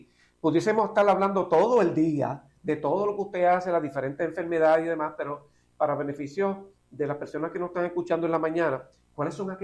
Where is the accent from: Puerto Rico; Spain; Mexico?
Puerto Rico; como boricua al fin